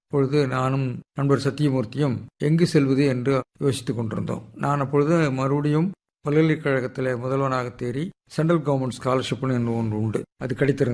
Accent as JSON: {"language": "Tamil", "town": "Koduvai", "region": "Tamil Nadu", "country": "India", "tie": "born or raised there", "said": "நான் இன்றைக்கு திருப்பூர் மாவட்டம் என்று அழைக்கப்படுகிற பகுதியிலே உள்ள கொடுவா என்ற ஒரு சிற்றூரிலே பிறந்தேன்."}